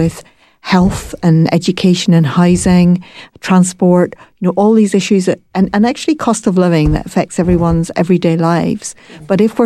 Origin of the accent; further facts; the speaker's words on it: Ireland; moved away; sometimes I'm Irish, but I'm also new to coming back to Ireland after, a long time.